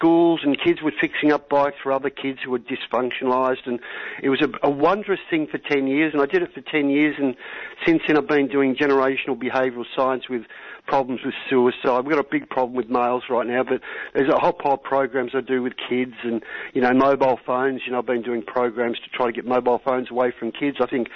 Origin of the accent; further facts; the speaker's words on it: Australia; I come from a tough, you know, we come from the Australians, mate.